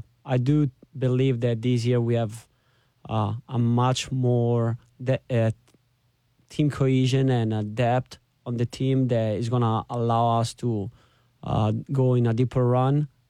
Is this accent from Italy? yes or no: yes; Florence, Tuscany, Italy; moved away as an adult; now in Little Rock, United States; I'm born and raised in Florence, Italy.